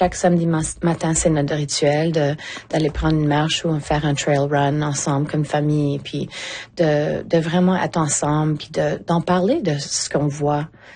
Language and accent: French; Eastern Canada, Canada; now in Vancouver, Canada; je viens de l'Est du Canada